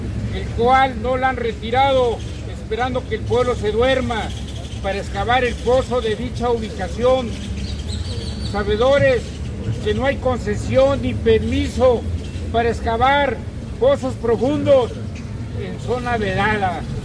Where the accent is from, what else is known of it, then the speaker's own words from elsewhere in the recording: Mexico; la nación somos todos los mexicanos.